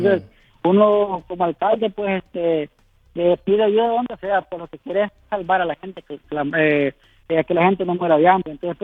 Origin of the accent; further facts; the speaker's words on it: Honduras; que como municipio pues que somos parte de Honduras, pues, y ya que somos frontera con El Salvador